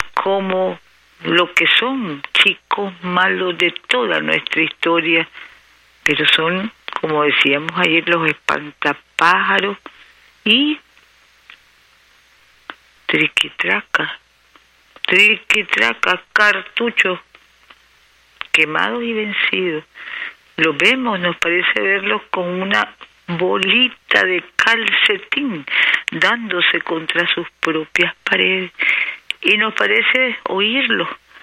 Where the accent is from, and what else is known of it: Nicaragua